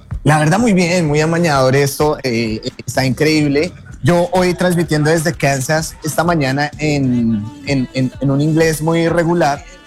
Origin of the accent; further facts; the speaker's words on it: Colombia; now in United States; Es increíble que me fui yo de Colombia, del país, y nos entregaron cabina nueva.